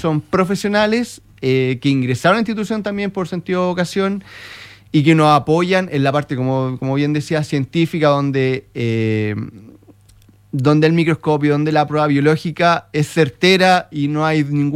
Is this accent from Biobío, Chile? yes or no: yes; Talcahuano, Biobío, Chile; En mi ciudad natal, que son 250, en Talcahuano